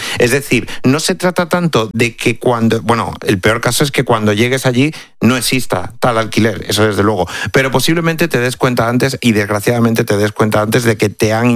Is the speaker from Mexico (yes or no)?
no; Cáceres, Extremadura, Spain; Yo, por ejemplo, que soy de Cáceres, que soy de Extremadura, claro, pues evidentemente lo sé